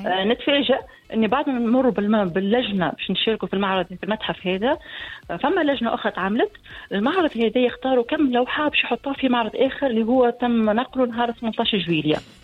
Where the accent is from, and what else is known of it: Tunisia